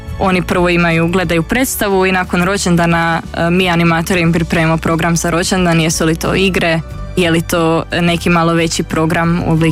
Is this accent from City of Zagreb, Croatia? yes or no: yes; Zagreb, City of Zagreb, Croatia; born there; Da, tata iz Hercegovine, ali sam rođena u Zagrebu.